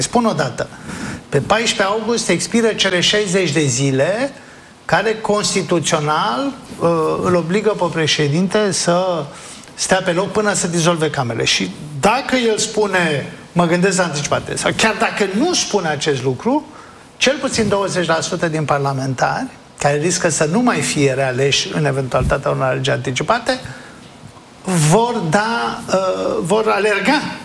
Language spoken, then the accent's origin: Romanian; Romania